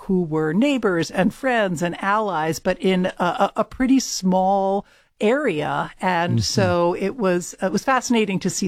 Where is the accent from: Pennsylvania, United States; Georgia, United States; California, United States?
Pennsylvania, United States; Philadelphia; but that also happens to be my hometown. And so it was also a good way to introduce myself as a traveler and as someone who's coming back to some places that I had been before